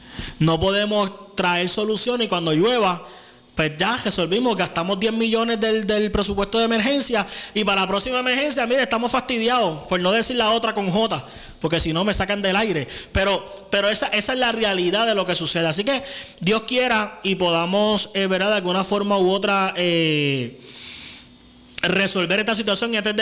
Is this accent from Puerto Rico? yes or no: yes; San Germán, Puerto Rico; also born or lived in Mayagüez; En el caso mío, yo fui y nací en Mayagüez, pero desde que tengo uso de razón, me criaron y he vivido toda mi vida en San Germán. Así que yo me considero más sanjermeño que cualquier otra cosa.